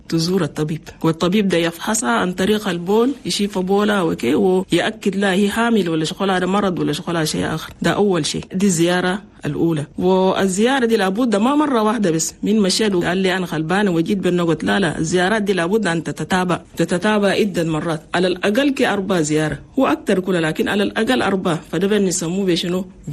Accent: Chad; لأننا نحن عندنا في تشاد نسبة موت عن الأمهات اللي بموتوا في ولادة كتير مرة واحد

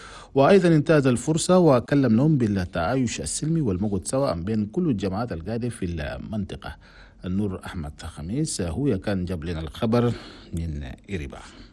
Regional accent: Chad; هنا بلدنا تشاد

